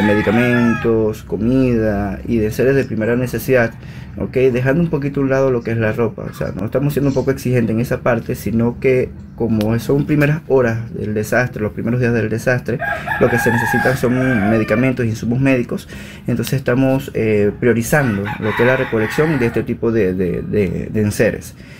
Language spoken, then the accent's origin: Spanish; Venezuela; now in Chiclayo, Peru